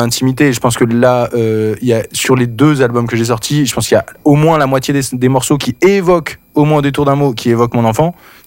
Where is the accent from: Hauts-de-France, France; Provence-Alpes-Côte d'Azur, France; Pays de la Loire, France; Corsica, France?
Hauts-de-France, France; born there; c'est le nom d'une rivière qui coule là où près de là où je suis né, dans le Pas-de-Calais, en Artois.